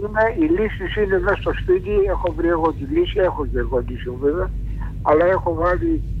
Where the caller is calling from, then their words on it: Cholargos, Attica, Greece; είμαι από το Χολαργό.